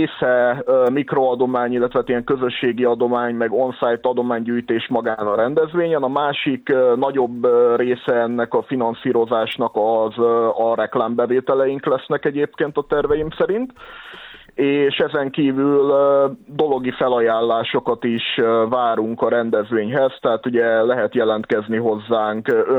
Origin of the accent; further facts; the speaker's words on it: Hungary; és azt éreztem, hogy újra büszke magyar vagyok.